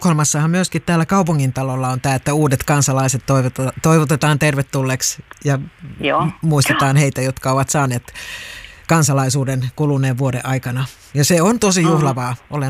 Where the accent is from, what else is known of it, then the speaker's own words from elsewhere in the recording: Jokioinen, Kanta-Häme, Finland; mä itse olen naapurikunnasta Jokioisilta.